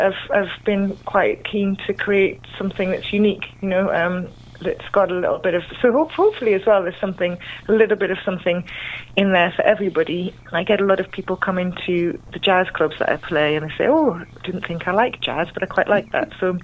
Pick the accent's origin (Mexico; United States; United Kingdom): United Kingdom; Newcastle upon Tyne, North East England; but I am from Newcastle as well